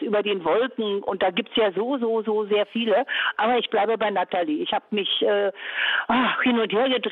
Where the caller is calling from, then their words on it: Berlin, Germany; Ich rufe aus Berlin-Wilmersdorf an.